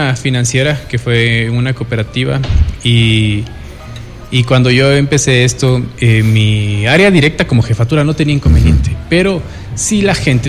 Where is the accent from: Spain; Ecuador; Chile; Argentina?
Ecuador; Cuando en realidad, oye, entre ecuatorianos no deberíamos ponernos el p